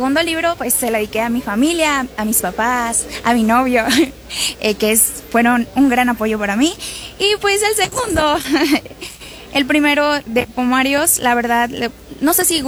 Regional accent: Chetumal, Quintana Roo, Mexico; soy de Chetumal, Quintana Roo, vengo desde muy lejos para acá, y muchas gracias. Tengo 23 años, no hace mucho recién cumplidos

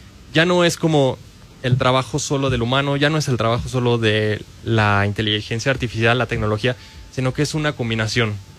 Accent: Puebla, Mexico; Yo soy de Puebla.

